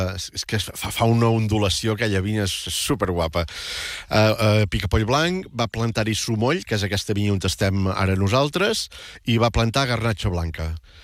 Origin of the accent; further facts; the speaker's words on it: Catalonia, Spain; jo vinc de Rany de Mar, a l'Empordà, tot va molt més tard